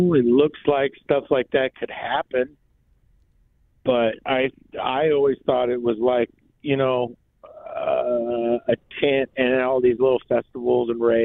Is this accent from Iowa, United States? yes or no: no; Oregon, United States; born there; I grew up around Burning Man people, bro. I'm in Oregon.